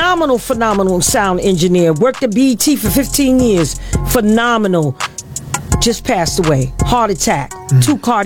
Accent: Cincinnati, Ohio, United States; born there; I was born in Cincinnati, Ohio.

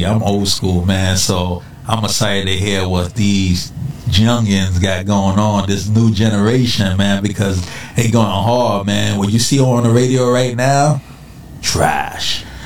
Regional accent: Brooklyn, New York, United States; Yo, I'm from New York City. I'm from Brooklyn.

